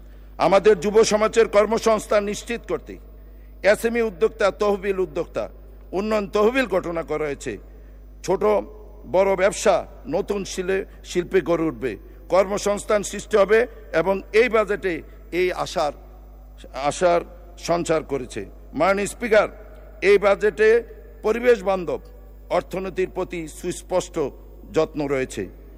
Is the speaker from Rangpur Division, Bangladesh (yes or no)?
no; Comilla, Chittagong Division, Bangladesh; born there; আমি কুমিল্লার সন্তান